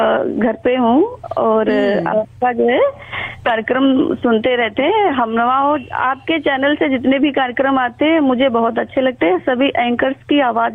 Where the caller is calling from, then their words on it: Uttar Pradesh, India; मेरे यहाँ से, मेरे गांव से कानपुर की ज्यादा दूरी नहीं है, 55 किलोमीटर की दूरी है।